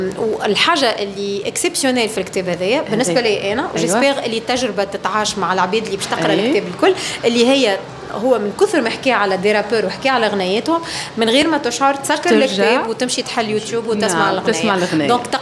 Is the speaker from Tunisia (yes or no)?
yes; Tunisia